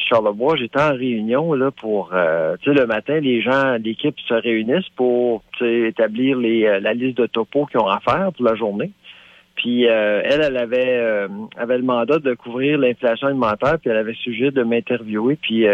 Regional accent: Quebec, Canada; now in Canada (outside Quebec); en tant que francophone hors Québec, en tant que Québécois hors Québec

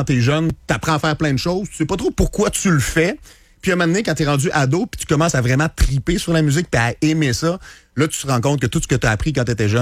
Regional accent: Rivière-du-Loup, Quebec, Canada; now in Quebec City, Canada; Je suis déménagé parce que moi, je viens du Bas-Saint-Laurent. Je viens de Rivière-du-Loup.

